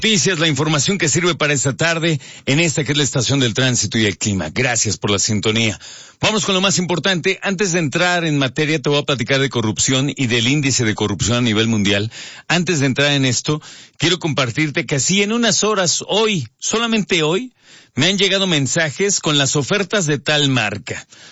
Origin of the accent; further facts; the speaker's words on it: Mexico; Yo como mexicano, hay veces que viajo y nada más ando apretando los ojitos